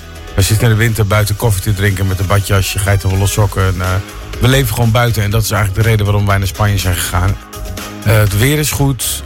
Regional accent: Netherlands; moved away as an adult; now in Benidorm, Spain; Ook niet toen ik nog in Nederland woonde.

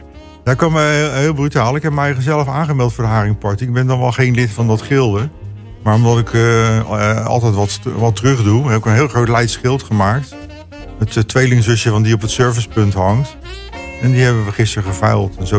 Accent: Leiden, South Holland, Netherlands; Een ras-Leidenaar geboren in Leiden en getogen op de zolder bij opa.

